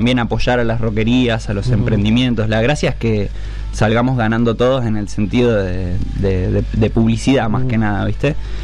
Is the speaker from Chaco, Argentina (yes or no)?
no; Plottier, Neuquén, Argentina; yo que soy de Plotier, que si bien está al lado de Neuquén, no es lo mismo. Es un pensamiento más de pueblo